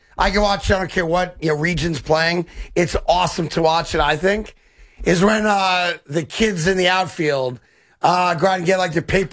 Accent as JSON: {"language": "English", "town": "New Rochelle", "region": "New York", "country": "United States", "tie": "born or raised there", "said": "where I grew up in New Rochelle"}